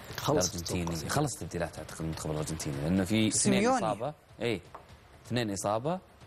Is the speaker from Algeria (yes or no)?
no; Saudi Arabia; عندنا في السعوديه